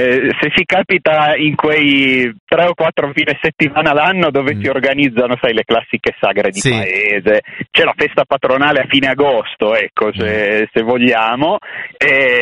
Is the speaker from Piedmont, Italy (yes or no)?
yes; Piedmont, Italy; accent: Piedmontese; also born or lived in Montechiaro d'Asti; now in Milan, Italy; con il mio accento piemontese che mi porto dietro